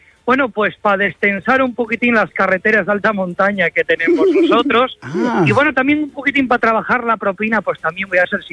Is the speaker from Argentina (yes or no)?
no; Asturias, Spain; Yo soy un asturiano enamorado de la copla andaluza.